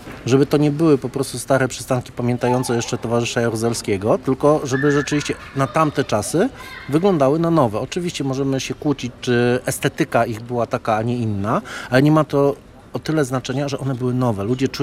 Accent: Łódź, Łódź Voivodeship, Poland; u nas w Łodzi

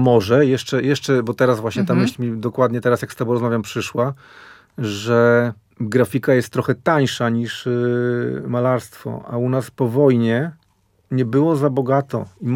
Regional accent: Tykocin, Podlaskie Voivodeship, Poland; ja pochodzę z Podlasia

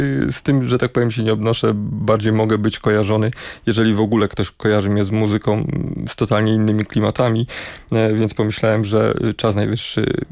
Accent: Piotrków Trybunalski, Łódź Voivodeship, Poland; w Piotrkowie Trybunalskim, z którego pochodzę

